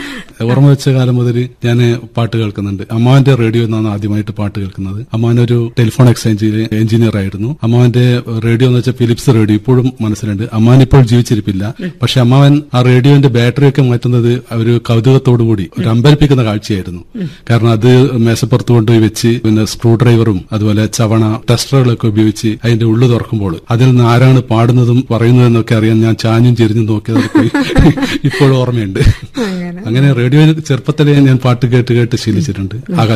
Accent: Kerala, India; പാനുണ്ടായ എന്റെ അതിർത്തിയാണ്.

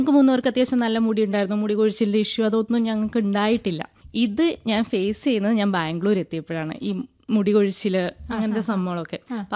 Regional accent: Idukki, Kerala, India; ഞാൻ വരുന്ന ഇടുക്കിയിൽ നിന്നാണ്. അപ്പം ഇടുക്കി എന്ന് പറഞ്ഞിട്ടുണ്ടെങ്കിൽ നമുക്കറിയാലോ എല്ലാവിധ ഔഷധ സസ്യങ്ങളും എല്ലാ കാര്യങ്ങളും ആയിട്ട് സമ്പന്നമായിട്ടുള്ളൊരു സ്ഥലമാണ് ഇടുക്കി.

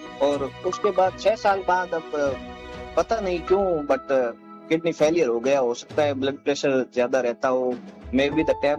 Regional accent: Bikaner, Rajasthan, India; born there; मेरा जन्म जो है बीकानेर के एक

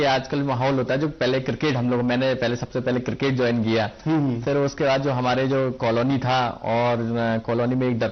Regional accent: Gwalior, Madhya Pradesh, India; now in Bareilly, India; और मैं मध्य प्रदेश ग्वालियर से बिलोंग करता हूं और मैं बरेली सेंटर में हॉकी कोच के रूप में प्रशिक्षित हूं।

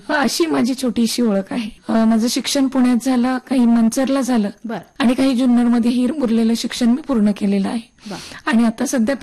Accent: Kalambe, Maharashtra, India; moved away as an adult; also born or lived in Pune / Manchar; now in Golegaon, Junnar taluka, India; माझं मूळ गाव आंबेगाव तालुक्यातील कळंबे आहे.

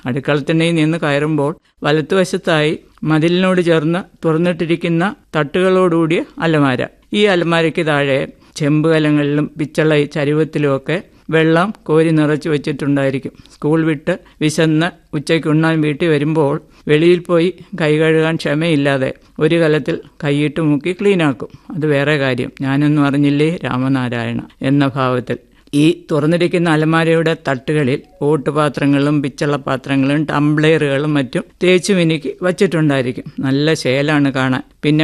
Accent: Pathanamthitta, Kerala, India; now in Thiruvananthapuram, India; കോവിലാറും ചുട്ടിപ്പാറയെന്ന വലിയ പാറമലയും റോഡും പാലവും ഒക്കെയുള്ള ടൗണിനോട് ചേർന്നുള്ള പത്തനംതിട്ട എന്ന സ്ഥലത്താണ് ഞാൻ ജനിച്ചു വളർന്നത്.

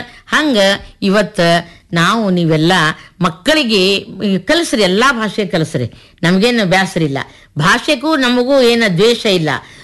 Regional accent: Sindagi, Karnataka, India; ಬೆಂಗಳೂರಾಗ ನೋಡ್ರಿ ಮೇಡಮ್, ಈ ಎಲ್ಲಾ ಮಂದಿ ಬಂದು ಬೆಂಗಳೂರದಾಗ ಸೆಟ್ಲ್ ಆಗ್ಬಿಟ್ಟಾರ. ನಮ್ಮ ಸಿಂದಗಿ, ನಮ್ಮ ವಿಜಾಪುರ ಜಿಲ್ಲೆ ಸಿಂದಗಿಯವ್ರು ನಾವು.

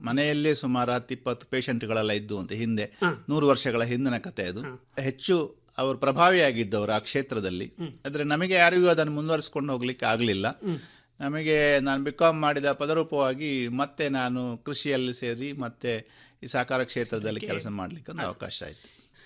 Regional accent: Punacha, Karnataka, India; also born or lived in Sajipa Mooda / Puttur; 61ನೇ ಇಸವಿಯಲ್ಲಿ ನಾನು ಹುಟ್ಟಿದ್ದು ಬಂಟ್ವಾಳ ತಾಲೂಕಿನ ಪುಣಚ ಗ್ರಾಮದಲ್ಲಿ. ತಂದೆ ತಾಯಿ ಇಬ್ಬರು ಕೂಡ ಕೃಷಿಕರು. ನಾವು 5 ಜನ ಮಕ್ಕಳು

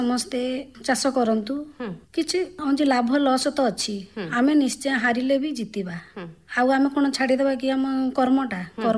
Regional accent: Dalbanpur, Odisha, India; ମୁଁ ଦଳବାଣପୁରରୁ ଆସିଛି।

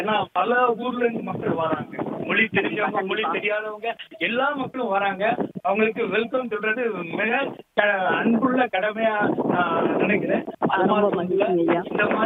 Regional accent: Nagercoil, Tamil Nadu, India; now in Chennai, India; வேலை பார்க்கறது சென்னையில, சென்னை ஆவடியில ஒர்க் பண்ணிட்டு இருக்கிறேன். என்னுடைய சொந்த ஊர் வந்து கன்னியாகுமரி மாவட்டம் நாகர்கோவில்.

